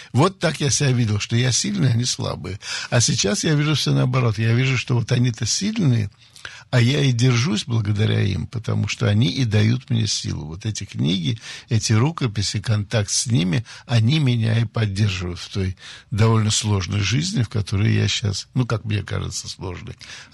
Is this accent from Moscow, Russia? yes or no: no; Saint Petersburg, Russia; moved away; я мальчик питерский, занимался карате, прошел русскую армию советскую